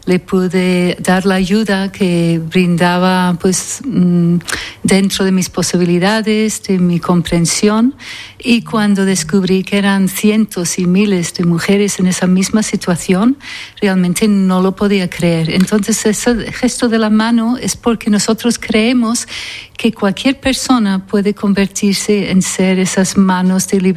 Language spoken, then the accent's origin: Spanish; Scotland, United Kingdom; now in Spain; Yo soy originalmente de Escocia. Me crié en Escocia, mi padre era escocés y mi madre noruega, pero ya llevo 42 años aquí en España